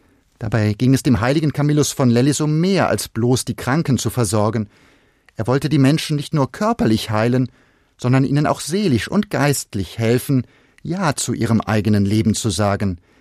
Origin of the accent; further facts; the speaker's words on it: Düren, North Rhine-Westphalia, Germany; In meiner Heimatstadt Düren sind mir vor einigen Jahren indische Ordensschwestern begegnet